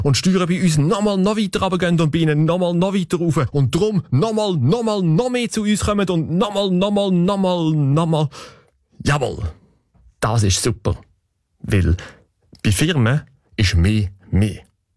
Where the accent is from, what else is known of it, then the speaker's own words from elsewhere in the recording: Lucerne, Switzerland; um als Luzerner meinen lokalpatriotischen Stolz auszudrücken.